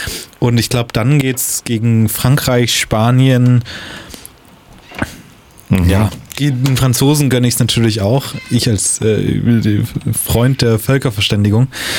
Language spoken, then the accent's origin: German; Germany; natürlich als stolzer Deutscher